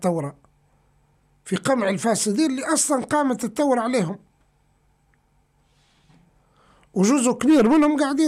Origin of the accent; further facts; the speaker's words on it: Libya; حتى أنا ليبي عايش في ليبيا